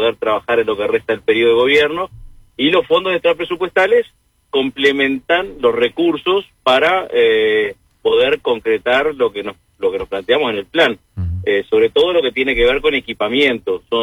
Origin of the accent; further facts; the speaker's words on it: Canelones, Uruguay; yo que vengo de Canelones, alguna localidad grande de Canelones